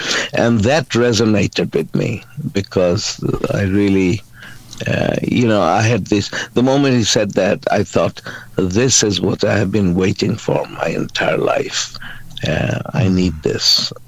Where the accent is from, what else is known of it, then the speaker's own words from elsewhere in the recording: Pakistan; also born or lived in Bangladesh; I'm from a Jordanian family, a family of Jordanian origin, but I was born in Bangladesh, but I grew up most of my life in Pakistan.